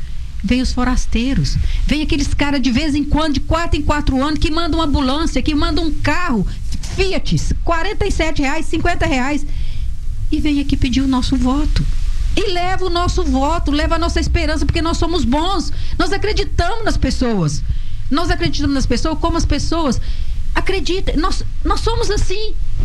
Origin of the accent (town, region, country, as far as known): Itapagipe, Minas Gerais, Brazil